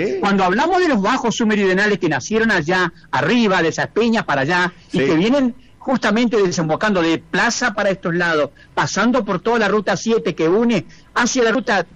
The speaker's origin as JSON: {"language": "Spanish", "town": "Villa Ángela", "region": "Chaco", "country": "Argentina", "tie": "born or raised there", "also_born_or_lived": "Los Amores, Santa Fe", "moved": "yes", "said": "de chiquito pasaba por esos lugares, yo me crié ahí en Villa Ángela"}